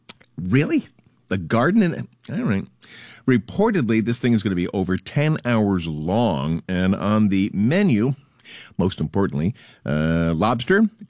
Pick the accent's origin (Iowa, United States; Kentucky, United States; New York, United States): New York, United States; New York City; in my hometown of New York City